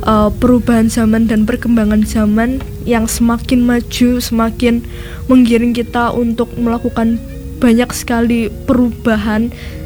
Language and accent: Indonesian; Java, Indonesia; born there; jati diri saya lahir di Jawa dan dibesarkan oleh orang tua yang berasal dari Jawa. Jadi dari situ saya gak merasa malu untuk mengakui bahwa diri saya adalah orang Jawa.